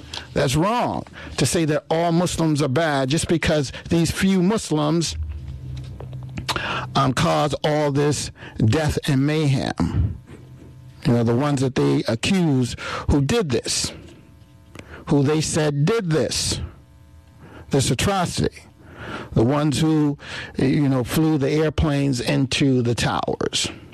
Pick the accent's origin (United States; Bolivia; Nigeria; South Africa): United States; I'm African American, and my people were enslaved.